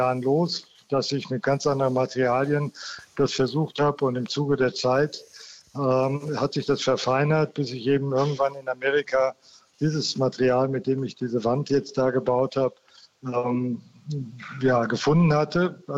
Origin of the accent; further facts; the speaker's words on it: North Rhine-Westphalia, Germany; wir kommen ja aus Westfalen und da war natürlich der Mauerbau immer auch ein Thema bei uns in der Familie.